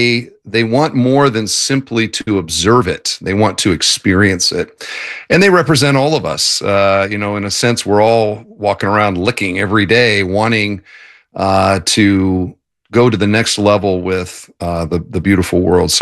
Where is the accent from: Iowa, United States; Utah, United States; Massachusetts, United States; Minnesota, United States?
Iowa, United States; Waterloo; I grew up in Waterloo, Cedar Falls. Oh. My dad was a 40-year John Deere engineer.